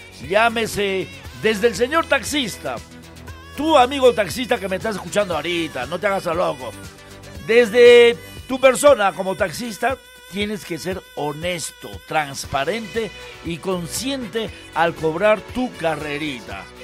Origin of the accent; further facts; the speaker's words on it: Huancayo, Junín, Peru; Nosotros mismos, huancaínos.